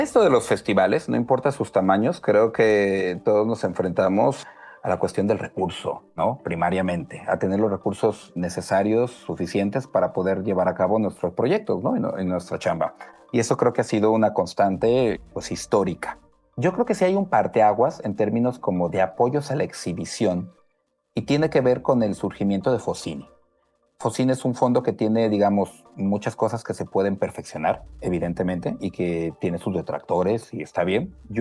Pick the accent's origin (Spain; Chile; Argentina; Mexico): Mexico; Colima; moved away as an adult; Yo soy de Colima, los que trabajamos en el festival somos de ahí